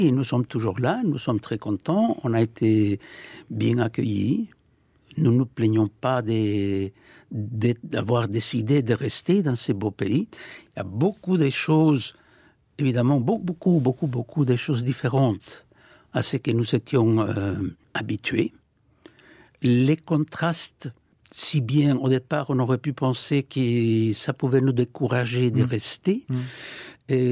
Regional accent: Peru; French is a second language; moved away as an adult; Pour moi, venant du Pérou, je n'ai parlé que l'espagnol et l'anglais.

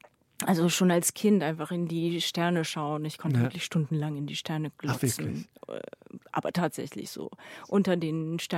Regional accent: Sarajevo, Federation of Bosnia and Herzegovina, Bosnia & Herzegovina; moved away; Und das habe ich immer irgendwie, das war immer selbstverständlich für mich, bis ich dann ausgezogen bin aus Sarajevo. Und dann habe ich festgestellt, oh krass, mir fehlen die Berge.

